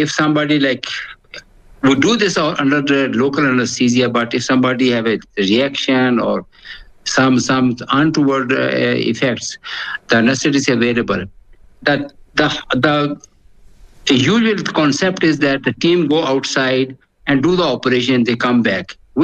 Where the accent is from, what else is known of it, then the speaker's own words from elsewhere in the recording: Pakistan; the decades, because I'm from Pakistan.